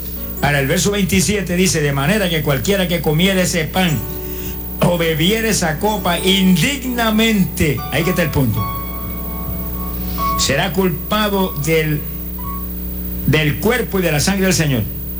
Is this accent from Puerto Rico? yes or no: yes; Puerto Rico; en mi pueblo, allá en Camuel